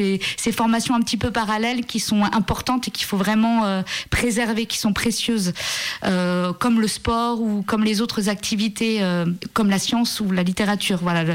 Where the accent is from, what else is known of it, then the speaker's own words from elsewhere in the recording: Saint-Étienne, Auvergne-Rhône-Alpes, France; born there; donc je ne suis pas lyonnaise, mais je suis stéphanoise. Je suis née à Saint-Étienne